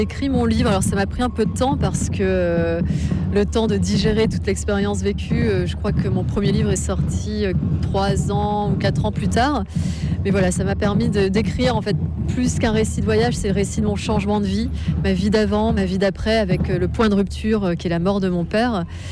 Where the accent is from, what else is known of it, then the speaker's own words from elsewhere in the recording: Hauts-de-France, France; born there; Il l'a ramenée en France. Je suis née en Picardie. C'est très exotique.